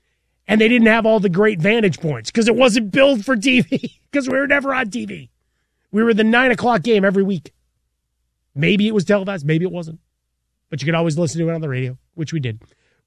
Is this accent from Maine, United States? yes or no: no; Chicago, Illinois, United States; born or raised there